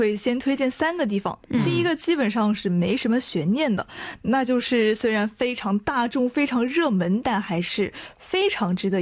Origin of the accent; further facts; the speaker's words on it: Changsha, Hunan, China; 就是我的家乡，三湘泗水相约湖南的湖南长沙了